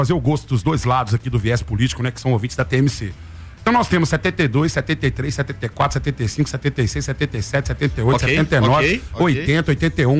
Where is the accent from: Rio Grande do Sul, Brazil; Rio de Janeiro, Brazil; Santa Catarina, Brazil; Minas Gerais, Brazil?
Minas Gerais, Brazil; fui criado jogando bola no buracão ali no bairro da Lagoa, irmão.